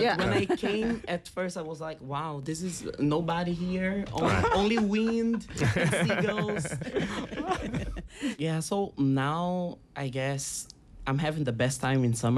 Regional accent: Brazil; now in Busan, South Korea; Yeah, hi guys. … from Brazil and currently I'm studying business in Dongseo University. Yeah, it's been 3 years actually that I came.

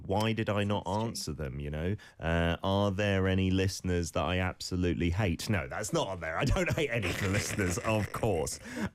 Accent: United Kingdom; I am, what can I say? I'm a British gentleman.

